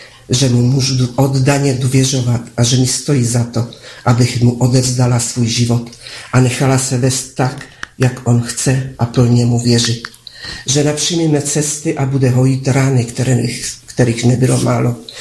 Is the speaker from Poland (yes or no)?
yes; Poland; Pocházím z Polska, z katolicismu. Já, jako všichni ostatní, jsem musela chodit do kostela.